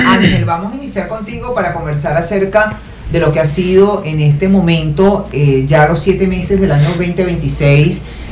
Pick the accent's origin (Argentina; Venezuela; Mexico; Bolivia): Venezuela; es lo que nos toca como venezolanos